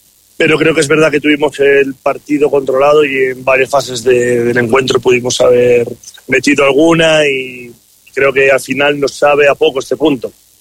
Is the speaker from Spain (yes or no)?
yes; Spain; moved away as an adult; also born or lived in India; now in Ecuador; Sí, yo vengo desde España.